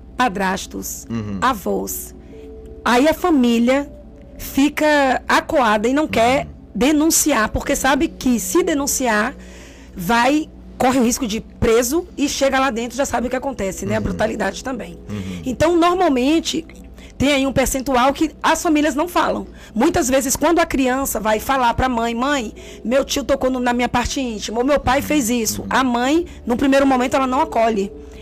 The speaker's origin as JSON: {"language": "Portuguese", "town": "Feira de Santana", "region": "Bahia", "country": "Brazil", "tie": "born there", "also_born_or_lived": "Salvador", "said": "Nós que somos baianos, soteropolitanos, eu nasci em Feira de Santana, e a minha família toda ali de Salvador, Feira de Santana, Juazeiro."}